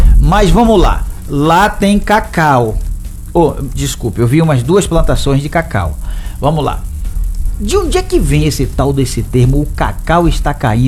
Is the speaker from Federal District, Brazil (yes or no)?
no; Salvador, Bahia, Brazil; Ó, quando eu era pequeno lá em Paripe, chovia realmente de uma vez só nos quatro cantos da cidade.